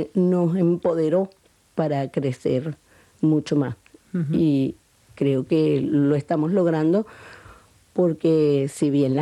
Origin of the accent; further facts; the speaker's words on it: Caracas, Capital District, Venezuela; Yo soy de Caracas, pero la zona donde tengo el centro cultural es Chichiviriche